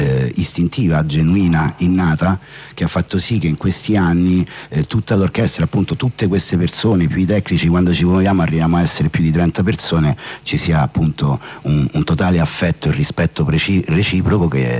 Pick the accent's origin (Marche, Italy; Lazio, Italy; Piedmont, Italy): Lazio, Italy; Velletri; accent: Velletri dialect; il nostro dialetto, appunto, della città di Velletri, dialetto che noi parliamo, frequentiamo ed ascoltiamo da sempre